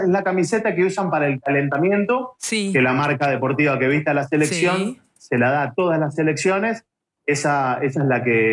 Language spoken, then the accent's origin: Spanish; Argentina